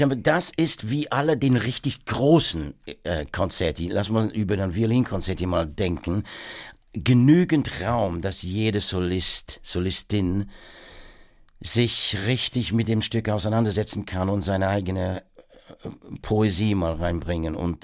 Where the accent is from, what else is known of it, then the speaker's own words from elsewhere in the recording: Worcester, West Midlands, United Kingdom; German is a second language; Keine Ahnung, ich bin natürlich in Worcester aufgewachsen. Dass jemand, der Elgar war irgendwie, da ist der Geburtsort von ihm.